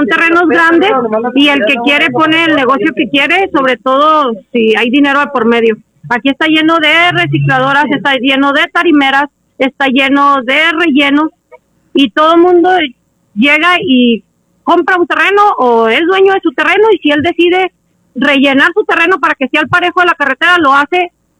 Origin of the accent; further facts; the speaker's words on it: Ciudad Juárez, Chihuahua, Mexico; nosotros que vivimos, nacimos y nos criamos aquí